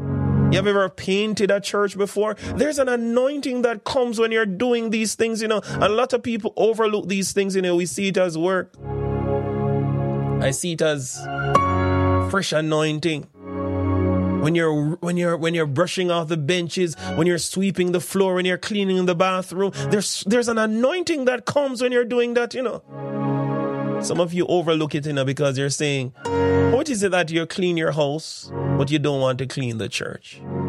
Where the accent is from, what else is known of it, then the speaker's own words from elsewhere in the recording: Spanish Town, Saint Catherine, Jamaica; I grew up in St. John's Road, for those who know, and that is why I'm not ashamed to say where I come from. I grew up St. John's Road, Spanish Town, 62. I'm very proud of where I'm from.